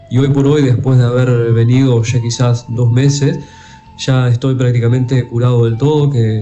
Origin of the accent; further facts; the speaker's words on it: Salto, Uruguay; Soy de Salto, sí, soy de Salto